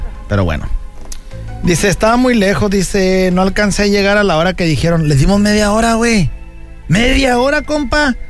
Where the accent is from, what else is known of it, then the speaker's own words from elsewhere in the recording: Mexico; cómo somos los mexicanos